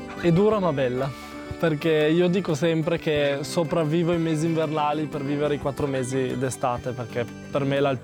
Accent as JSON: {"language": "Italian", "region": "Piedmont", "country": "Italy", "tie": "born there", "also_born_or_lived": "Casterino", "said": "io sono nato qua a Borgo, però sono andato su fin da piccolo e quindi sento più casa mia Casterino che non qua a Borgo."}